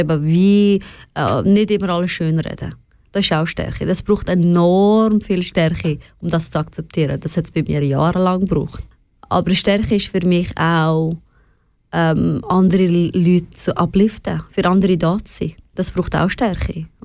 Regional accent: Switzerland; Ich meine, ich sehe mich halt auch als Schweizerin

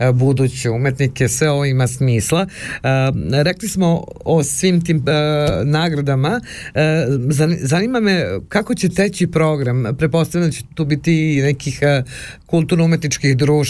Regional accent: Prevešt, Serbia; nisam ja iz daleka, ja sam iz Prevešta, pobogu.

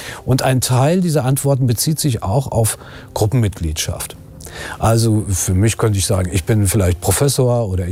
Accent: Germany; ich bin Mann, ich bin Deutscher.

